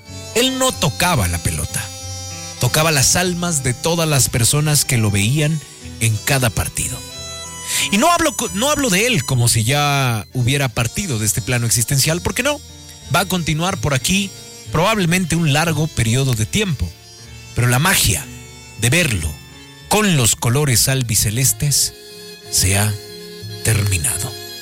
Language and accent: Spanish; Mexico; nosotros como mexicanos